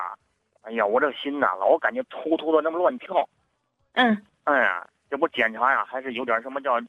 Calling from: Shenyang, Liaoning, China; 终于找到您了。终于和你通上电话了。我是沈阳的。

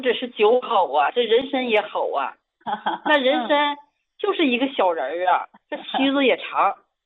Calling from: Daqing, Heilongjiang, China; 我是大庆的。

